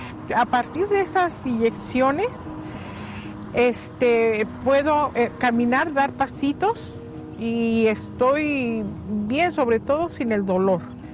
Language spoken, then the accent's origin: Spanish; Mexico City, Mexico; moved away; Yo soy de la Ciudad de México. Llegué aquí, me casé, tuve unos maravillosos hijos, un maravilloso esposo.